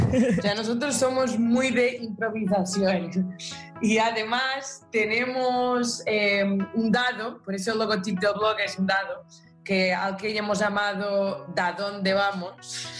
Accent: Portugal; Spanish is a second language; moved away as an adult; also born or lived in Lisbon; now in Madrid, Spain; yo soy portuguesa, estudié psicología social en Lisboa y luego me mudé para Madrid en el 2005

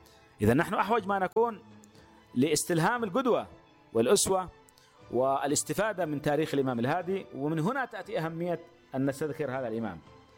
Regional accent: Yemen; وهذا ما يحتم علينا كيمنيين أن نعود إليه لندرسه باعتباره تراثا

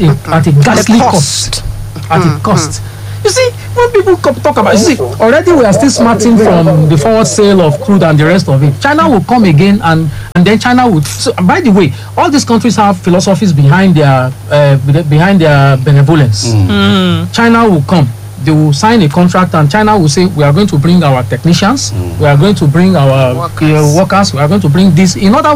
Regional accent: Nigeria; as a Nigerian

